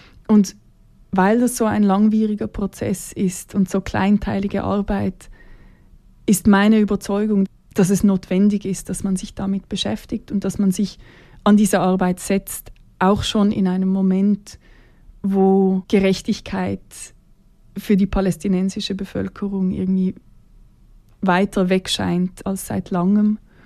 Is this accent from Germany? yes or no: no; Switzerland; meine Position als Schweizerin